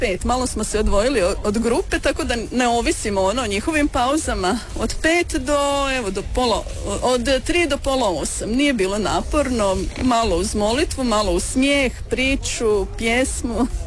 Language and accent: Croatian; Borovo Naselje, Vukovar-Srijem County, Croatia; Evo dolazimo iz Borova naselja